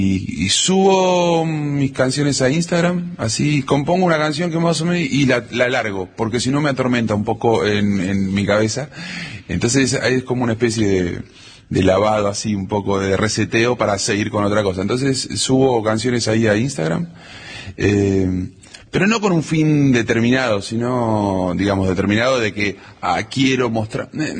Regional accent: Cutralcó, Neuquén, Argentina; now in Buenos Aires, Argentina; Yo soy de Cutralcó, Neuquén. Muy folclórico.

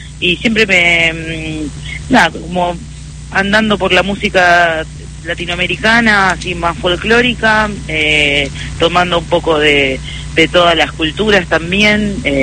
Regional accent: Remedios de Escalada, Buenos Aires Province, Argentina; me crié en Remedios de Escalada, en el conurbano bonaerense

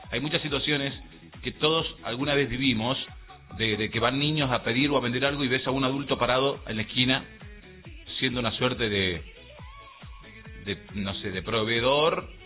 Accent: Rama Caída, Mendoza, Argentina; mí de chica me tocó pedir en la calle era porque mi madre no tenía trabajo. Y hoy eso yo lo detesto. … de Rama Caída.

